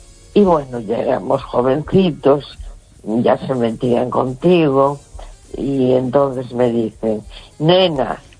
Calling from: A Coruña, Galicia, Spain; de La Coruña.

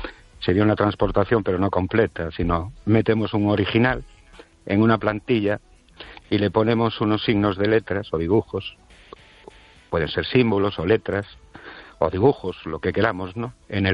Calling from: Brens, Galicia, Spain; de Brens.

